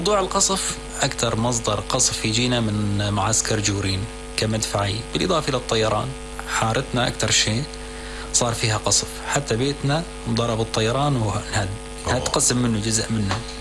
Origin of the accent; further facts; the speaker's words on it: Idlib Governorate, Syria; فصار التحرير باتجاه مدينة جسر الشغور، نحن قريبين عليها.